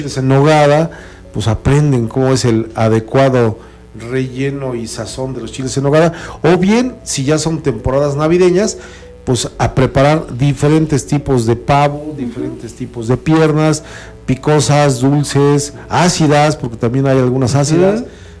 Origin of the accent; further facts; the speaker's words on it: Mexico; que nosotros como buenos mexicanos, cuando nos aventamos a poner un negocio